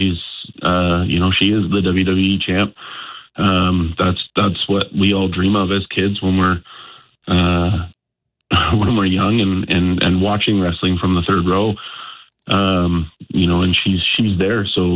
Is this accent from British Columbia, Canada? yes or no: yes; Nanaimo, British Columbia, Canada; I'm born and raised in Nanaimo myself.